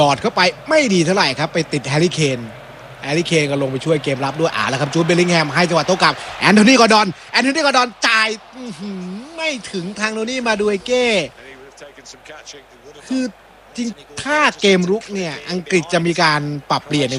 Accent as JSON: {"language": "Thai", "region": "Bangkok", "country": "Thailand", "tie": "born there", "said": "เกิดที่โรงพยาบาลวชิระ"}